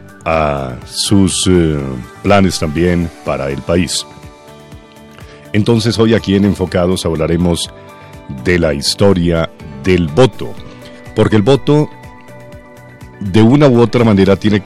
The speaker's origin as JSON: {"language": "Spanish", "country": "Colombia"}